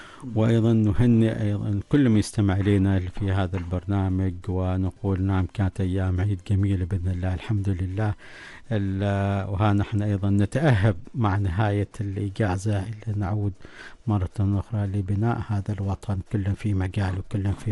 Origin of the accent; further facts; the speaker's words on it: Oman; العيد هنا في عمان.